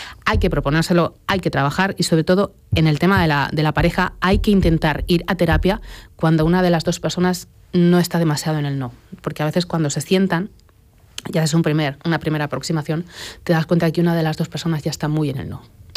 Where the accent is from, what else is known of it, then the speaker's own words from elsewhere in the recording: Tomelloso, Castilla-La Mancha, Spain; yo soy de Tomelloso